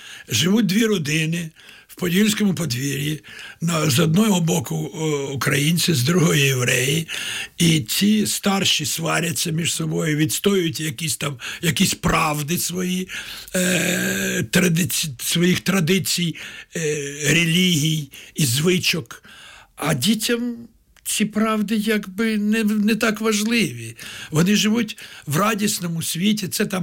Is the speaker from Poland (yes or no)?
no; Kyiv, Ukraine; Народився на Подолі, в подвір'ї на Воздвиженській вулиці. В подвір'ї, якому грали діти євреїв, татар, українців, молдаван, і це був такий Вавилон подільський. І у мене з далекого дитинства раптом це все виплило.